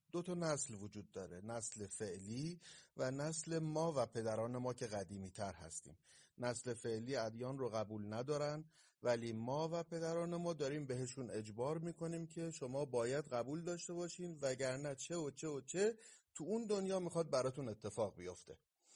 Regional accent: Iran; ما ایرانی هستیم، ایرانی ها عاشق اسطوره‌ن.

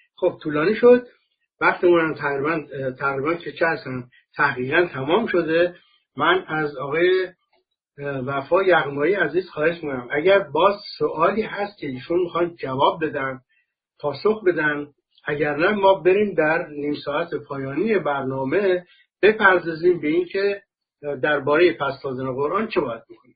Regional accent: Iran; من مسلمان نیستم، من یک انسانم، من ایرانی هستم.

